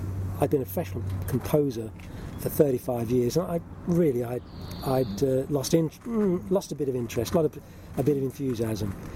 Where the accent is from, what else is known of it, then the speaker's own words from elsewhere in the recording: Slough, South East England, United Kingdom; born there; now in Ascot, United Kingdom; I was born in Slough, and I live in Ascot.